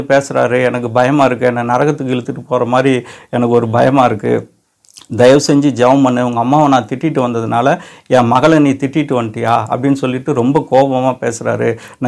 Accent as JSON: {"language": "Tamil", "country": "India", "tie": "born there", "said": "நான் சத்தீஸ்கரில் நான் ஜார்கண்டில் நான் பிறந்தேன்."}